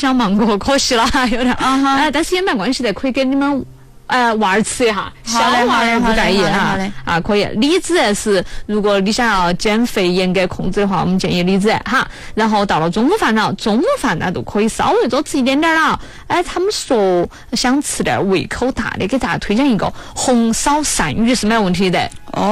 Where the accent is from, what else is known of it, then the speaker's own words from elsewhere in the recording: Sichuan-Chongqing, China; 我们川渝人口味